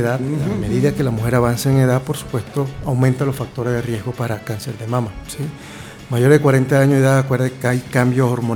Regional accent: Venezuela; moved away as an adult; now in Ibarra, Ecuador; Yo soy venezolano.

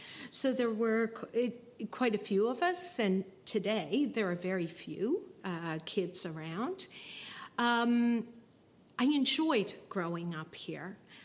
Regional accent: Woody Point, Newfoundland and Labrador, Canada; I was born in Woody Point. Actually, I was born in Norse Point, and I grew up in Woody Point, and I was born in 1961.

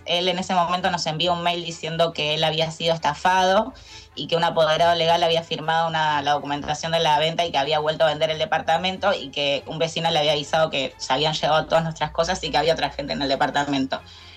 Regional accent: Argentina

